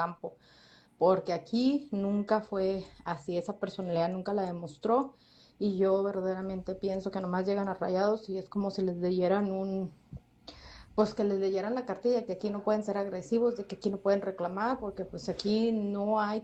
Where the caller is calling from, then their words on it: Mexico; debemos de apoyarnos como mexicanos